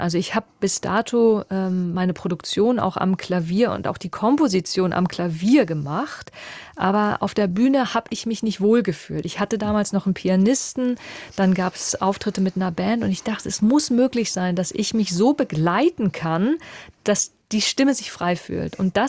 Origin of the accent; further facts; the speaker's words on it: Hamburg, Germany; Meine Heimat war immer Hamburg. Also selbst als ich in Berlin dann studiert habe, es hat mich irgendwie, also die dickste Wurzel meines Lebens, die wächst durch Hamburg. Und meine Familie lebt da.